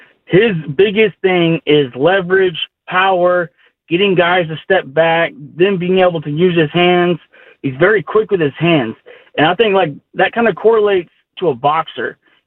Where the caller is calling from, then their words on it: Houston, Texas, United States; I'm from Houston